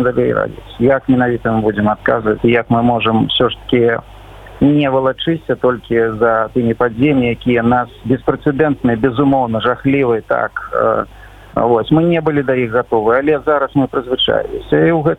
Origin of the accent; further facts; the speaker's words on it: Belarus; Тому що ми, білоруси, звичайно, так лічимо, що льос наш визначений